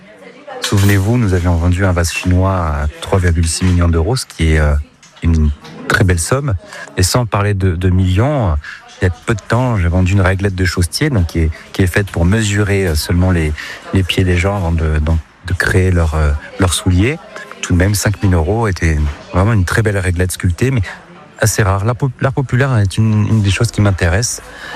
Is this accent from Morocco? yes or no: no; Toulouse, Occitanie, France; now in Auvergne, France; Je suis originaire aussi de Toulouse.